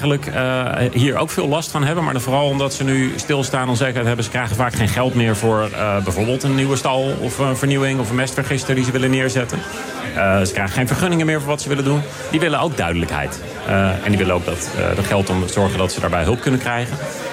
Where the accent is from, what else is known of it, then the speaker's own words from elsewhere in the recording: Gelderland, Netherlands; moved away; Maar oorspronkelijk kom ik ook uit de Bommelerwaard bijvoorbeeld.